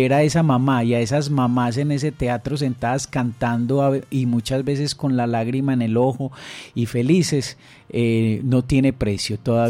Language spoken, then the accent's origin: Spanish; Medellín, Antioquia, Colombia; now in Envigado, Colombia; Yo soy como originario como de ese sector, el barrio Enciso, el Pinal, Buenos Aires. Yo nací en ese sector